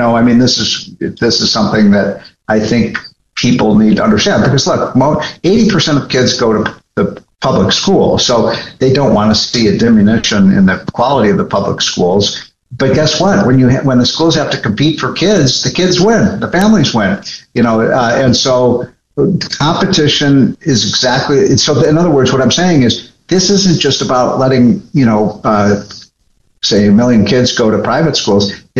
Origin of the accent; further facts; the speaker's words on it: Chicago, Illinois, United States; I'm from Chicago. It's a tragedy they elected a socialist mayor.